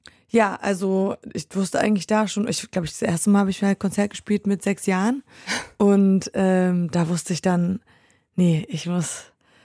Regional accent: Poland; born or raised there

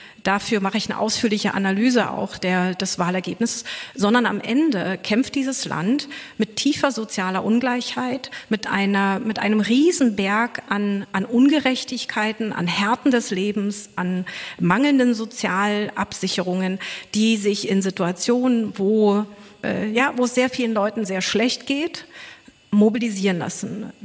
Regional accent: East Germany, Germany; Ich bin ja in der DDR aufgewachsen, war 13, als die Mauer gefallen ist

